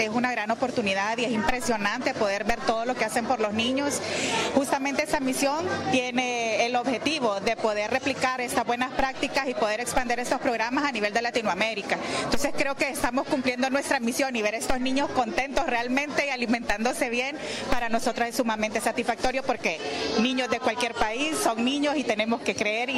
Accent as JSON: {"language": "Spanish", "town": "Tegucigalpa", "region": "Francisco Morazán", "country": "Honduras", "said": "Yo vengo de San Pedro Sula, soy de Tegucigalpa, pero vengo de San Pedro Sula."}